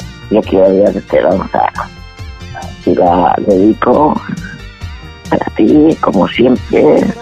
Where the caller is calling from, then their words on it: Dénia, Valencian Community, Spain; de Denia.